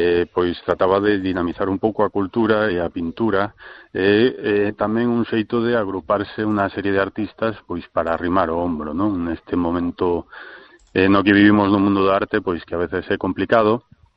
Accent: Vigo, Galicia, Spain

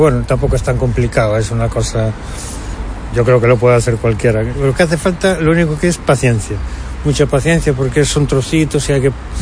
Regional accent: Santiago de Compostela, Galicia, Spain; Y nací en la Puente Pedriña, pero bueno, que soy de Santiago de toda la vida.

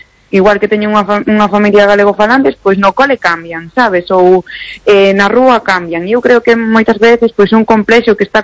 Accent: Galicia, Spain; eu creo que é un patrimonio, bueno, inmaterial, fundamental que nos define como galegos realmente.

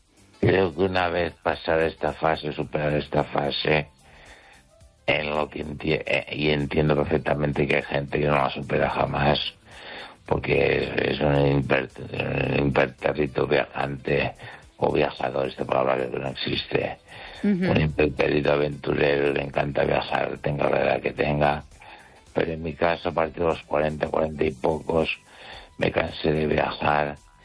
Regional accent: Catalonia, Spain; Spanish is a second language; Y ahora soy escritor español, catalán en expresiones que española.

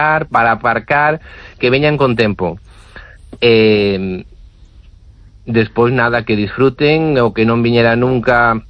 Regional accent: Zas, Galicia, Spain; Non temos que dicirle, mira, que somos de Zas, montamos un festival, no.

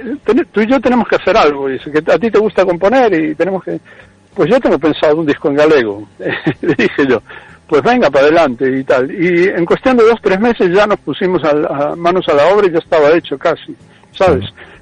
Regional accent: Argentina; now in Fene, Spain; son de mi tierra

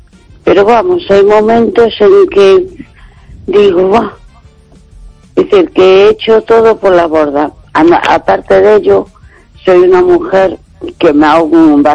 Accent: A Coruña, Galicia, Spain

